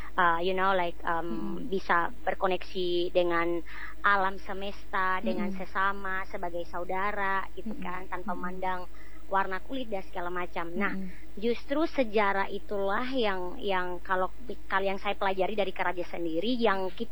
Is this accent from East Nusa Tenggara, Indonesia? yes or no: yes; East Nusa Tenggara, Indonesia; Kebetulan saya asli anak Lamboya di Sumba Barat.